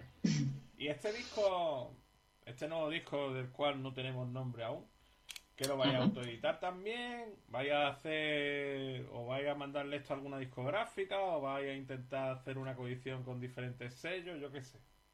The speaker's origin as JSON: {"language": "Spanish", "region": "Melilla", "country": "Spain", "said": "desde Melilla, desde mi tierra"}